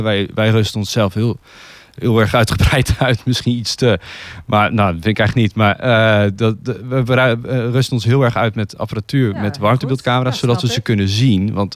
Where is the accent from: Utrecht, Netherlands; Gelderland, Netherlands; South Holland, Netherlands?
Utrecht, Netherlands; Amersfoort; moved away; ik kom uit het Westen. Hè. Ik ben een Amersfoort.